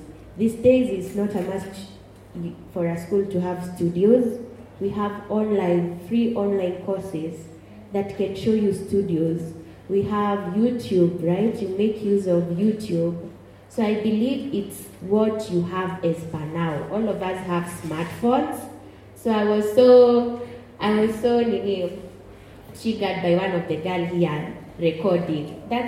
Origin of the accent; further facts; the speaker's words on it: Western, Kenya; mimi nimesomea Kiambu, then Murang'a. And I'm from Western.